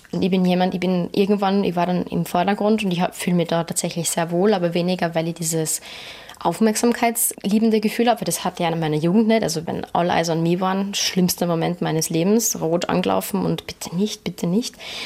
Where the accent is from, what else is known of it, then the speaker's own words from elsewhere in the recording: Kufstein, Tyrol, Austria; Ich bin ja wirklich aufgewachsen im Wirtshaus.